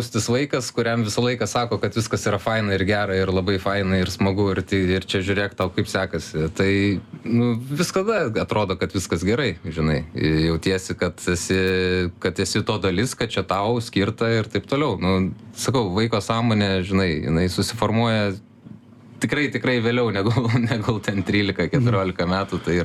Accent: Kaunas, Kaunas County, Lithuania; nu, užaugau Kaune

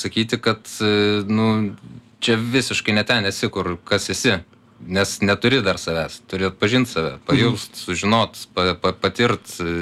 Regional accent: Kaunas, Kaunas County, Lithuania; į kažkur Kaune tuo metu, nu, užaugau Kaune, tai tenais tiesiog kažkur išėjau

